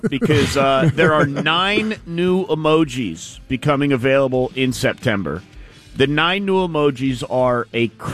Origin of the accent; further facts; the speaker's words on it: Dunwoody, Georgia, United States; Well, I say Atlanta, but if you want to go like super specific, Dunwoody.